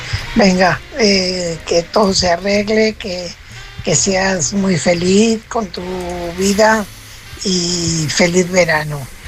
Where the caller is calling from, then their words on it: Fuenlabrada, Community of Madrid, Spain; corresponsal de Fuenlabrada.